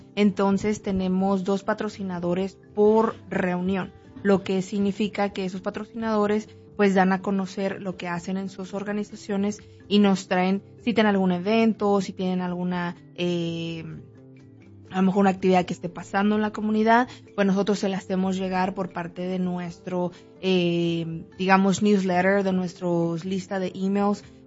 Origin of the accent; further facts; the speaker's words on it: Mexico; moved away; yo soy de México y mis papás tenían una tienda de abarrotes cuando era yo pequeña.